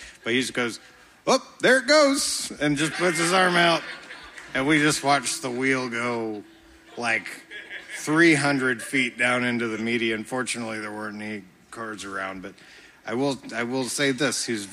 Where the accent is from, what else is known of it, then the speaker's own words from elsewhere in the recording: West Virginia, United States; moved away as an adult; now in Nashville, United States; I come from West Virginia though, and I played in a bunch of bands back there over the years and traveled around.